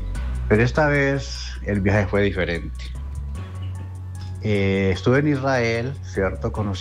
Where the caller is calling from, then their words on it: Cali, Valle del Cauca, Colombia; Yo soy caleño.